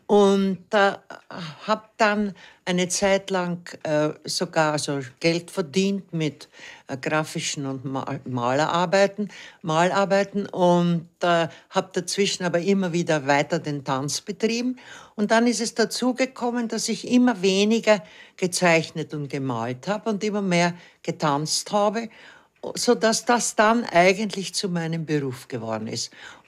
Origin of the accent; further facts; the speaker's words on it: Vienna, Austria; also born or lived in Budapest; sodass wir dann ständig in Wien gelebt haben. Und auch jetzt lebe ich noch in Wien.